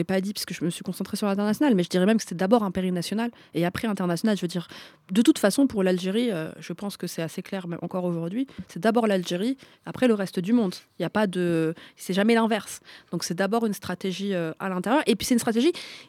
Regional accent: Paris, Île-de-France, France; Moi, je le dis aussi d'un point de vue de franco-tunisienne. Je suis née à Paris, j'y ai grandi.

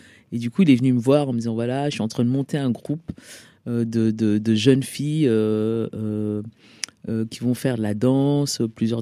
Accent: Alfortville, Île-de-France, France; also born or lived in Cameroon; Moi, j'ai grandi en banlieue, donc du coup dans le 9-4, Alfortville, Maison Alfort. Mais je suis née au Cameroun.

